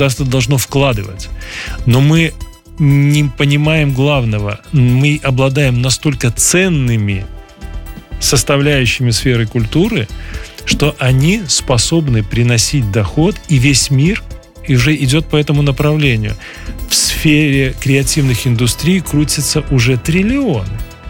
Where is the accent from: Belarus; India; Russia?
Belarus; Мы, белорусы, любим свою культуру